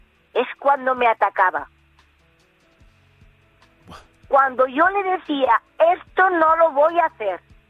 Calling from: Vilafranca del Penedès, Catalonia, Spain; Yo me fui a la Cruz Roja de Villafranca, de mi pueblo

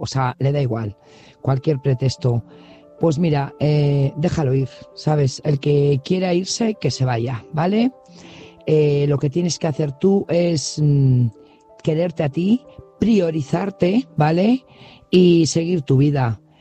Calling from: Burgos, Castile and León, Spain; Buenas noches … corresponsal de Burgos

